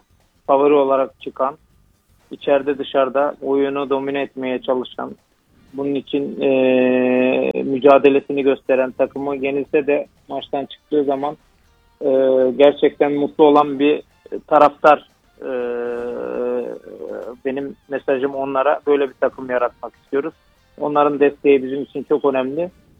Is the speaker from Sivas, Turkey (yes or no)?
yes; Sivas, Turkey; also born or lived in Antalya; Memleketim ama tabii ikinci memleketim gibi oldu. Çok uzun yıllar orada hem futbol oynadım hem de antrenör olarak.